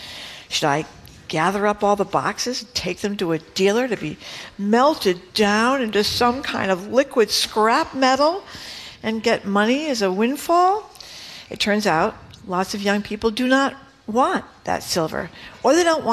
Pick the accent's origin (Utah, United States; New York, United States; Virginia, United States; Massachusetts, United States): Massachusetts, United States; Fall River; born or raised there